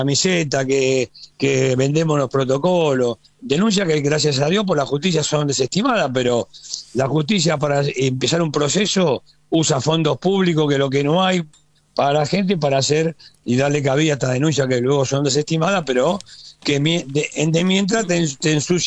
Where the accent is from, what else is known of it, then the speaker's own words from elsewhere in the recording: Buenos Aires Province, Argentina; yo soy bonaerense, en la provincia de Buenos Aires la mandó a la B.